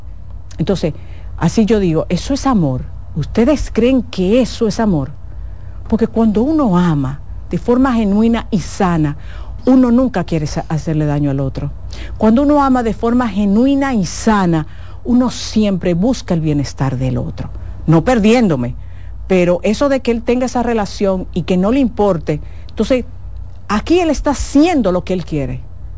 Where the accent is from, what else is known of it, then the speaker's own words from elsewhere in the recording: Dominican Republic; los dominicanos engañamos mucho.